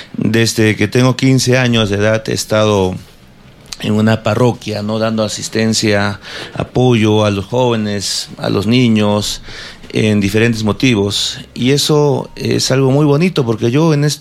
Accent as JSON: {"language": "Spanish", "area": "Jacobo Hunter", "region": "Arequipa", "country": "Peru", "tie": "born or raised there", "said": "Toda mi vida, desde que he empezado a caminar. Mis primeros pasos han sido en Hunter."}